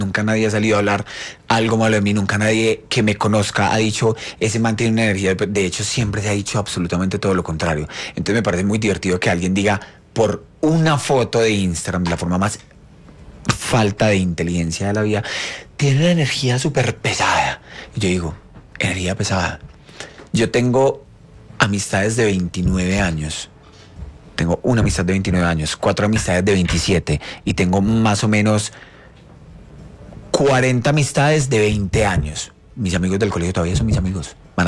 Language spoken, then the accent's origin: Spanish; Colombia; moved away; en Colombia, que es mi país de origen.